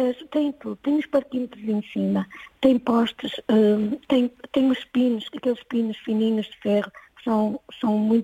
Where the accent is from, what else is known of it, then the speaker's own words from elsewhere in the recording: Vila do Conde, Porto, Portugal; Eu nasci em Vila do Conde, numa aldeia ali perto de... Pronto, de mais para lá da Maia, fiquei entre a trofa.